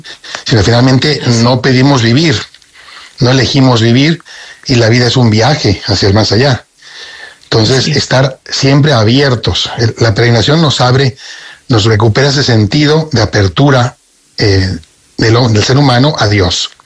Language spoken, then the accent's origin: Spanish; Spain; now in Mérida, Mexico; Yo soy español, aunque vivo aquí en México.